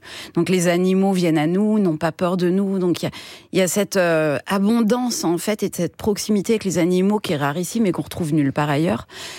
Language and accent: French; Troyes, Grand Est, France; also born or lived in Paris; Enfin, moi, je suis née à Paris, j'ai grandi à Troyes en Champagne